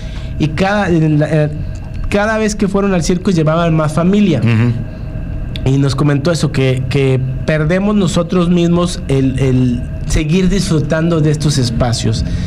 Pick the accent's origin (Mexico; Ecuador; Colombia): Mexico; Coatzacoalcos, Veracruz; venimos de Coatzacoalcos, Veracruz